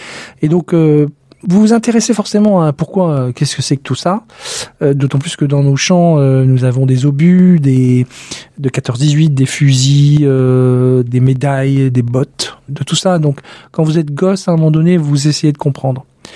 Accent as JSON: {"language": "French", "region": "Hauts-de-France", "country": "France", "tie": "born or raised there", "moved": "yes", "said": "je viens du Nord-Pas-de-Calais, et dans nos champs, là-haut, il y a des vestiges de 14-18 partout."}